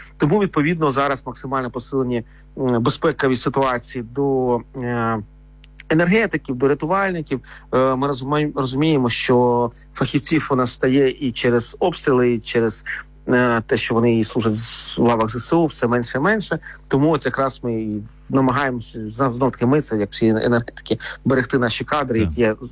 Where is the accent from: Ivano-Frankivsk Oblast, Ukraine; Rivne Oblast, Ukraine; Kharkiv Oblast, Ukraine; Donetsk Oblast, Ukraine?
Kharkiv Oblast, Ukraine; Kharkiv; Якщо будемо говорити про мій рідний Харків